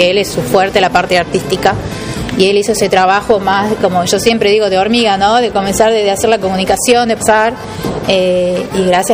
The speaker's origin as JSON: {"language": "Spanish", "region": "Tucumán", "country": "Argentina", "tie": "born or raised there", "moved": "as an adult", "lives_now": "Buenos Aires, Argentina", "said": "Y bueno, soy oriunda de Tucumán, vivo en Buenos Aires hace aproximadamente como 20 años."}